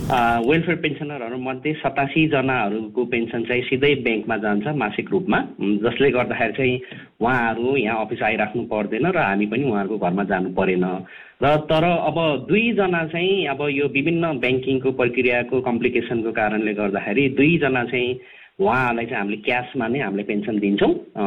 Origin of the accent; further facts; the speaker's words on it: Baglung, Gandaki Province, Nepal; also born or lived in Singapore; now in Gulmi, Nepal; मेरो गाउँ घर चाहिँ हजुर छिमेकी जिल्ला नै पर्यो हजुर, गुल्मीको छिमेकी जिल्ला बागलुङ.